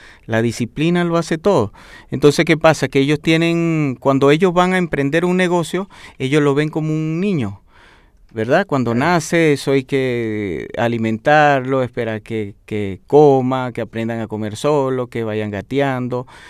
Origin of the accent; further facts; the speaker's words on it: Venezuela; moved away as an adult; now in Chile; Yo vine de Venezuela por situación de mi país